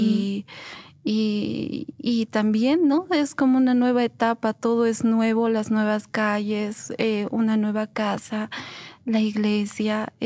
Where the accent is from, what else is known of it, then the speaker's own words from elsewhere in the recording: Oruro, Bolivia; moved away as an adult; now in Cochabamba, Bolivia; mi ciudad, Oruro, que yo no me voy a ir de aquí. Soy de Oruro, en Oruro voy a morir. Y nunca me imaginé que iba a estar aquí en la ciudad de Cochabamba.